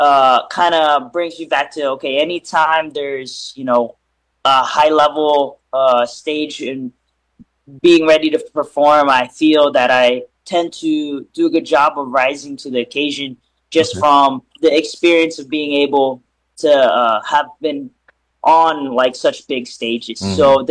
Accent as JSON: {"language": "English", "country": "Philippines", "said": "being able to represent my home country"}